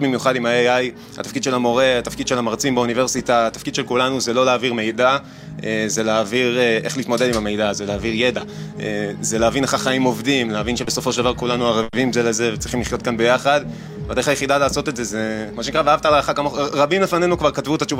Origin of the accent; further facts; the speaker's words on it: Nahariya, Northern District, Israel; born there; moved away as an adult; אני גר פה במעונות, אני במקור מנהריה.